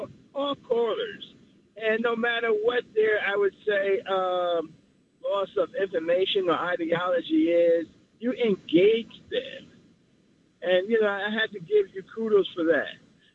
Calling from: New Jersey, United States; out of New Jersey.

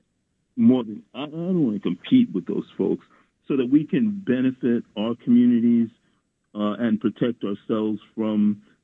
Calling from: Bronx, New York, United States; Bronx, New York.

